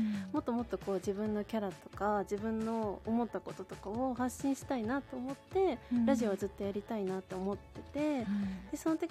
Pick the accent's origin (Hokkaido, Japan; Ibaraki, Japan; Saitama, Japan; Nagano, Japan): Saitama, Japan; Kazo; 私が加須市出身ということ